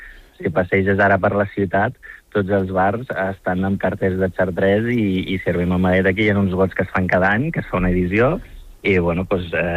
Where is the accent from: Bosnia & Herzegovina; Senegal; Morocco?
Morocco; perquè jo vinc del nord del Marroc